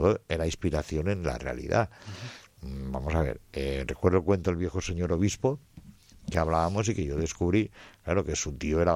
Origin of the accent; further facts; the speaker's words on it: Valencian Community, Spain; vengo de una tierra, yo soy valenciano, que es una tierra bilingüe.